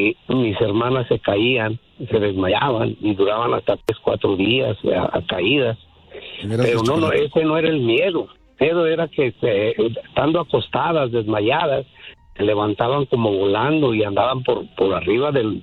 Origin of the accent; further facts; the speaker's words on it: Jerez, Zacatecas, Mexico; Yo soy de Zacatecas. Soy de un pueblo de Jerez, de un rancho que se llama La Ermita de Guadalupe.